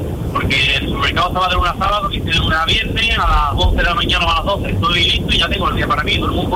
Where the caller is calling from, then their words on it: Ayamonte, Andalusia, Spain; Yo vivo en Ayamonte.